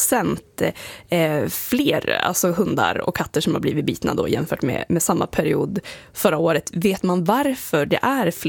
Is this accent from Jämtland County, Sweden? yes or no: yes; Jämtland County, Sweden; moved away; Jag kommer ju då från Jämtland